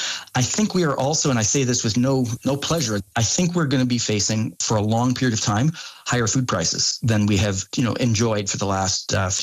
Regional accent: Canada; I'm going to, you know, flex a little bit as a Canadian here

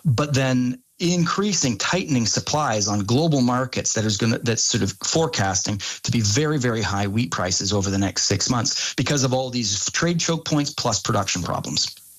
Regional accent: Canada; I'm going to, you know, flex a little bit as a Canadian here

